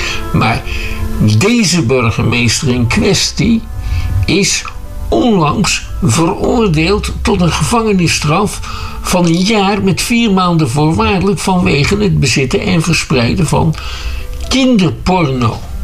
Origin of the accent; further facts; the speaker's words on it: Schiedam, South Holland, Netherlands; Daar zijn we als Schiedammers best trots op.